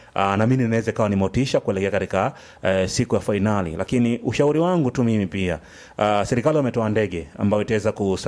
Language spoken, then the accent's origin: Swahili; Tanzania; sisi ni Watanzania tunajijua.